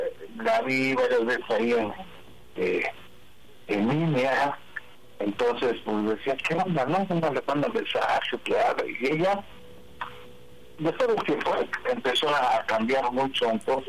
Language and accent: Spanish; Mexico City, Mexico; De la Ciudad de México.